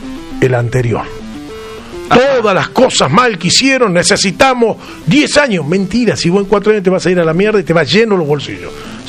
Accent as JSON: {"language": "Spanish", "country": "Argentina", "said": "Yo soy argentino. No, yo soy argentino."}